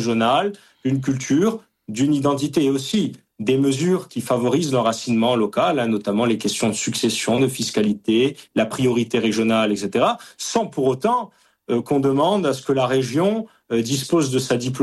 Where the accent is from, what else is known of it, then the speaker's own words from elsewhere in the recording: La Trinité-sur-Mer, Brittany, France; Je suis bretonne. C'est une part essentielle de ma vie, mon village, la Trinité-sur-Mer.